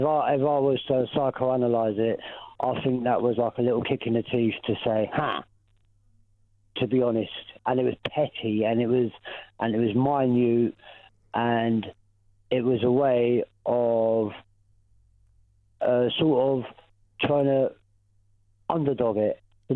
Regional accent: England, United Kingdom; I'm English, yeah

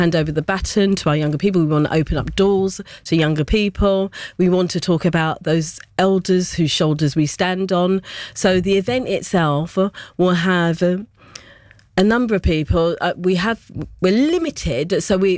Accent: London, United Kingdom; Mark and I, we're both from Northwest London, from Willesden to be exact.

